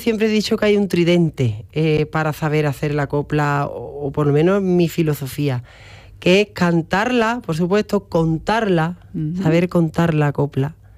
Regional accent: La Luisiana, Andalusia, Spain; Pueblo de Sevilla, la Luisiana, que está justo al lado de la Sartén de Andalucía, Écija.

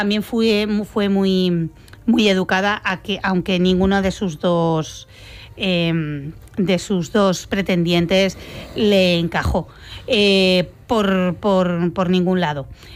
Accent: Extremadura, Spain; Porque los dos somos extremeños, tierra de conquistadores

